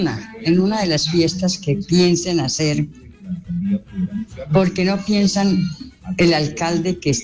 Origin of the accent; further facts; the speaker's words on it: Cartago, Valle del Cauca, Colombia; now in Pereira, Colombia; Porque pues doy gracias a Dios de que Pereira me abrió las puertas hace 28 años, que yo llegué de Cartago Valle para acá.